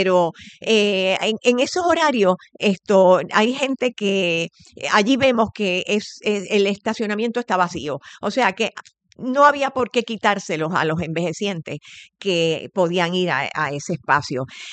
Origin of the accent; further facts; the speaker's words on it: Río Piedras, Puerto Rico; yo vengo de Río Piedras